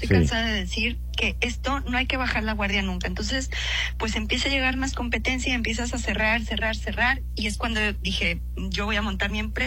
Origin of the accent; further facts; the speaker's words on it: Mexico; now in Madrid, Spain; soy un amante de mi país, soy orgullosamente mexicana, pero la seguridad que se tiene aquí en España, en Madrid